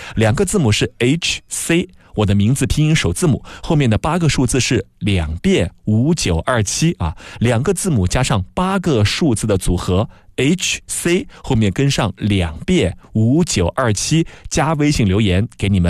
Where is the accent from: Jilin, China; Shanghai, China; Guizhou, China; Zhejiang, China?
Guizhou, China; moved away; 还是去我的家乡贵州